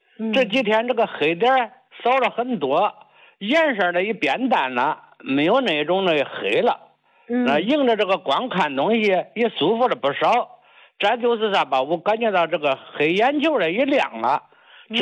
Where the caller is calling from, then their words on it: Henan, China; 我是河南的，今年呢74了